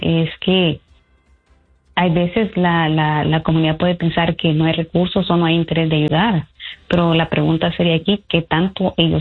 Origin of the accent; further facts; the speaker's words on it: El Salvador; yo soy compatriota salvadoreña